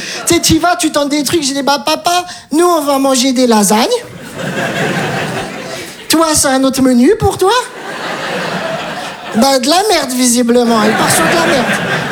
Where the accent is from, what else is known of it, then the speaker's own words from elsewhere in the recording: Metz, Grand Est, France; C'est un rêve pour moi de faire de la scène. Je viens de Metz, j'ai tout abandonné.